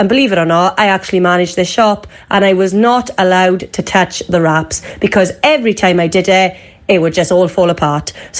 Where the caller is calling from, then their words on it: Bettws, Wales, United Kingdom; I'm from Beddoes.